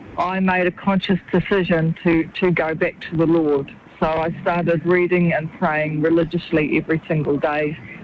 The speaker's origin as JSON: {"language": "English", "region": "Auckland", "country": "New Zealand", "moved": "yes", "lives_now": "Huntly, New Zealand", "said": "I've been a Christian since 1977. I'm originally from Auckland. I live down in Huntley now."}